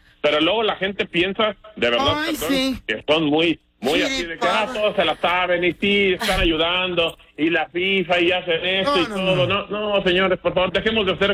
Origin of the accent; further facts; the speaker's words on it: Mexico; no son parte de los festejos que debemos de entender como mexicanos